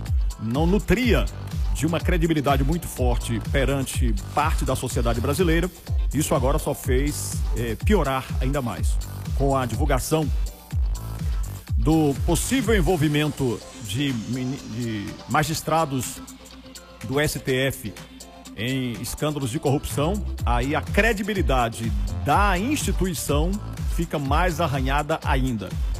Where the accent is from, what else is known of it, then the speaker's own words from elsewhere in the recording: Brazil; nós, enquanto brasileiros